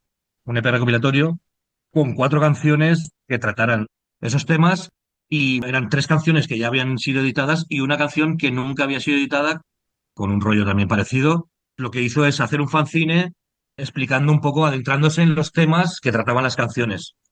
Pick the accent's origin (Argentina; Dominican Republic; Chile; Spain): Spain; Valencia, Valencian Community; also born or lived in Torrijas, Teruel, Aragon; Yo sí que soy de Valencia. Lo que pasa es que mi pueblo es Torrijas, que hay un montón de gente que viene de fuera. Hay gente de Alicante y gente. Sí, hay bastante mezcla.